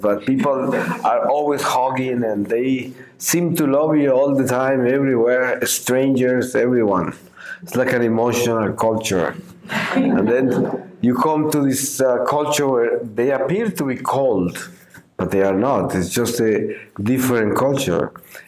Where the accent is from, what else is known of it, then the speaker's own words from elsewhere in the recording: Colombia; English is a second language; now in Germany; when I came to live in Germany in 1970, and I was coming from Colombia, a whole different culture, very different.